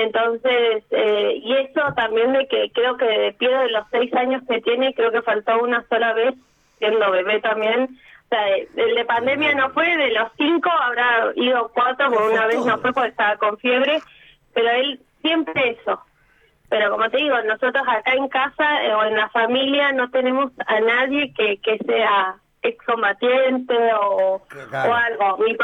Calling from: Comodoro Rivadavia, Chubut, Argentina; Nosotros somos de Comodoro

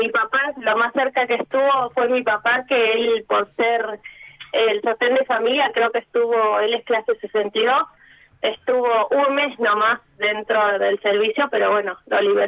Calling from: Comodoro Rivadavia, Chubut, Argentina; Nosotros somos de Comodoro

